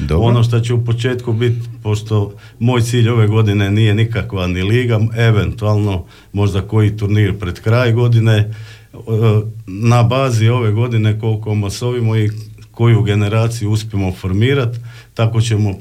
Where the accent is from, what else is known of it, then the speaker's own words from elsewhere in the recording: Karlovac, Karlovac County, Croatia; moved away as an adult; now in Lošinj, Croatia; dolazim iz Karlovca, došao sam na otok prije godinu dana, želja mi je tu ostati trajno